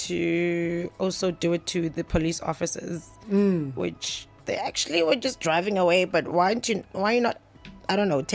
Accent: South Africa; born there; also born or lived in Harrismith, Free State / Durban, KwaZulu-Natal; So I grew up a little bit there and a little bit also in Durban.

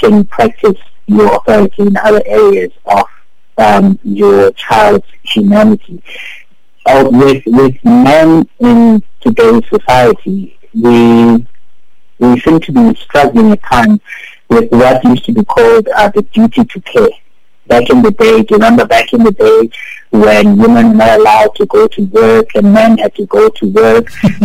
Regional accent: George, Western Cape, South Africa; moved away as an adult; now in Pretoria, South Africa; I actually grew up in George. I was born in the Cape, just close to Kaapstad, and I grew up in George. And I went to high school and varsity in George, and then I left George, moved to Cape Town, from Cape Town, moved to Pretoria. So I'm a Georgian.

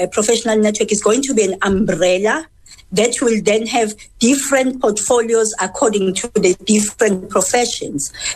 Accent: South Africa; even including us as South African, once you let people stop worrying and you let them relax, they come up with very fantastic ideas.

